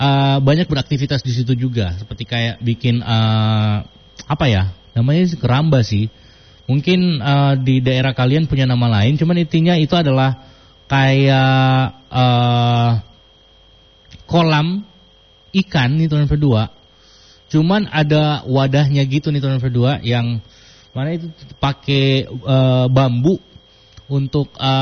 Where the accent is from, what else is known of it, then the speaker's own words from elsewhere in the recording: Manado, North Sulawesi, Indonesia; moved away; warga di sekitaran kampung aku dulu di Manado